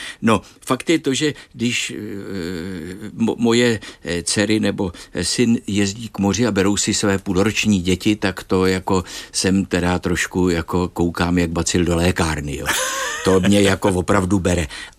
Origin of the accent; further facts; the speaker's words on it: Prague, Czechia; A odkaď jsme, my jako z Prahy